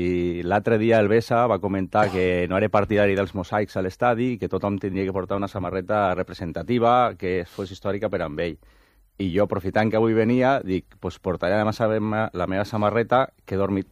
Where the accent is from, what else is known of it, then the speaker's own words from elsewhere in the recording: Torricó, Aragon, Spain; Del Torricó, a la província de Huesca.